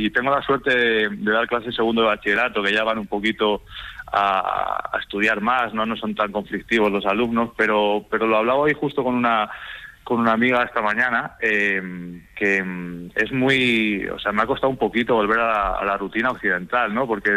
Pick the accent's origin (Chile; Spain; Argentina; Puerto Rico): Spain; Zamora, Castile and León; now in Barcelona, Spain